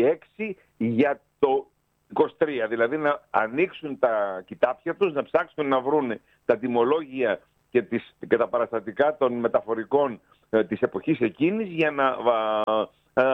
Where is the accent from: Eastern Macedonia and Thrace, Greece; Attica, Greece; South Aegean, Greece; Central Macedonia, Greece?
South Aegean, Greece; Serifos; εγώ, όπως ξέρετε, κατάγομαι από τη Σέριφο.